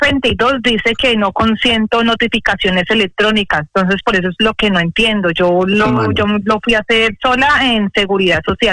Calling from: Madrid, Community of Madrid, Spain; llamo de Madrid.

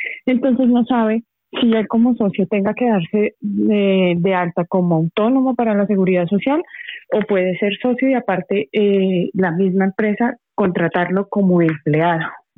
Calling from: Madrid, Community of Madrid, Spain; de Madrid.

